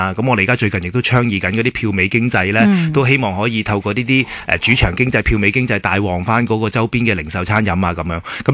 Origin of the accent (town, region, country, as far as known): Hong Kong